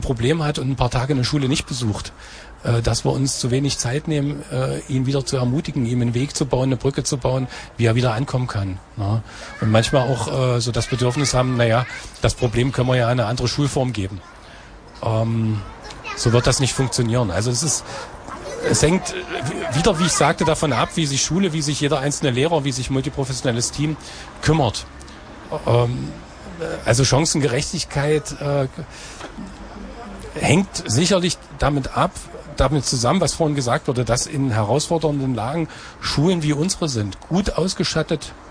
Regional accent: Halle, Saxony-Anhalt, Germany; born or raised there

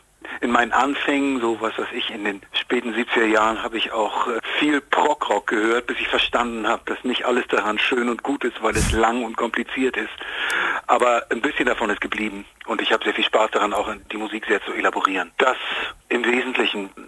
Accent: Hamburg, Germany; ich komme ja aus Hamburg

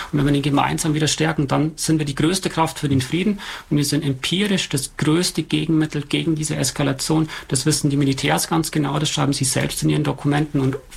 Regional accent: Germany; aber wir als Deutsche erst recht nicht

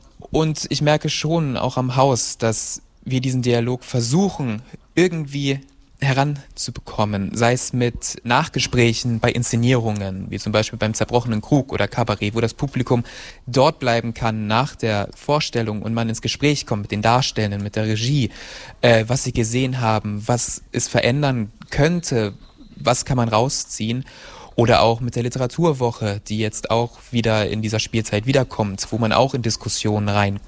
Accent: Braunschweig, Lower Saxony, Germany; also born or lived in Gifhorn / Magdeburg / Regensburg; now in Eisleben, Germany; Ich bin in Niedersachsen geboren, in Braunschweig aufgewachsen, habe dann eine Zeit noch in Gifhorn gelebt, noch eine Zeit in Magdeburg gewohnt, bin dann fürs Studium in den Freistaat Bayern nach Regensburg gezogen

